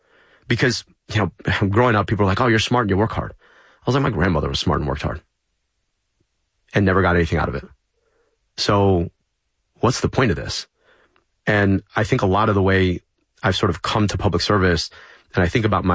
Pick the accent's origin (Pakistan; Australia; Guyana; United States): Pakistan; Like, yes, I'm a citizen of the United Kingdom, but I'm not British. They're British. I'm Pakistani.